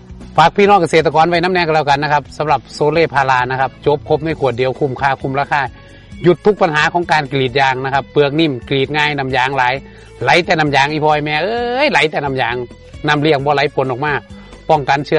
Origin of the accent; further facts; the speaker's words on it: Buriram, Thailand; ผมเป็นคนบุรีรัมย์